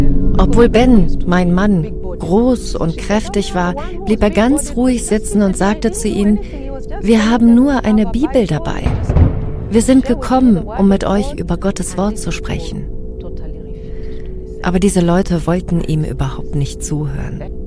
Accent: Mombasa, Mombasa County, Kenya; Offiziell haben wir in Kenia 82% Christen. Ich bin in Mombasa aufgewachsen und wir haben immer problemlos mit den Muslimen zusammengelebt.

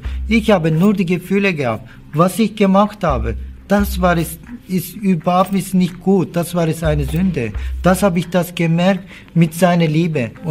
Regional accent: Turkey; German is a second language; moved away as an adult; now in Switzerland; Ich bin aus der Türkei, ich bin in der Türkei aufgewachsen.

